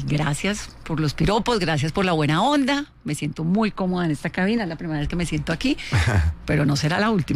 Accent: Cali, Valle del Cauca, Colombia; Pero soy caleña, americana

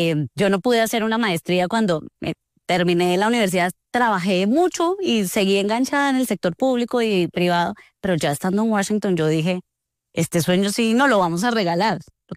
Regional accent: Bucaramanga, Santander, Colombia; moved away

